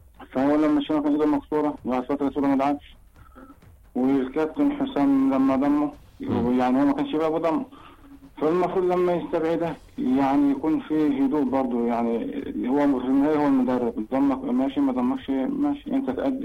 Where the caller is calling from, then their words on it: Kafr El Sheikh Governorate, Egypt; تبع مركز زوج بكفر الشيخ